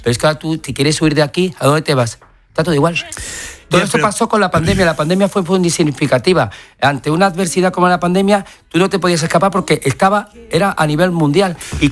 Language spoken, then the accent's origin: Spanish; Madrid, Community of Madrid, Spain; cuando soy imagen de mi ciudad, soy madrileño. Madrid no entiende de política, soy madrileño